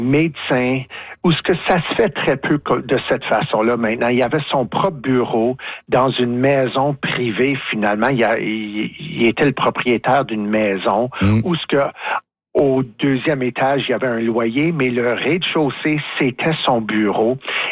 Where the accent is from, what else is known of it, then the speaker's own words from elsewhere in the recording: St. Catharines, Ontario, Canada; born there; D'ailleurs, moi, je suis né à Sainte-Catherine. Ma mère, qui est quand même de quelqu'un d'Ilmer, Québec, a pas aimé Sainte-Catherine. C'était très anglophone.